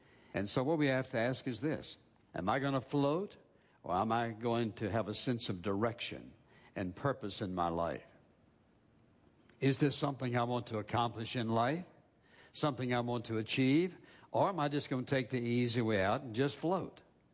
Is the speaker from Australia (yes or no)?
no; Virginia, United States; born or raised there